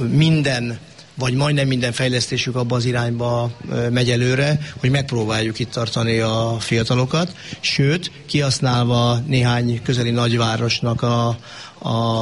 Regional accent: Pápa, Veszprém County, Hungary; mert nem csak mi pápaiak vagyunk itt

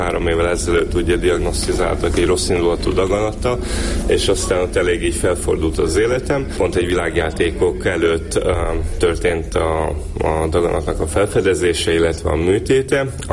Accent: Southern Slovakia, Slovakia; ugye én felvidéki származású vagyok, ezért mindig azzal kell ilyenkor utaznom

